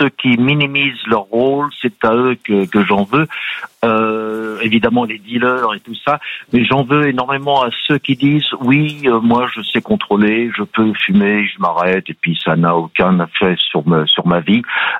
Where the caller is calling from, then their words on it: Newcastle upon Tyne, North East England, United Kingdom; Alors je vous appelle de Newcastle on Tyne dans le grand nord-est de la Grande-Bretagne.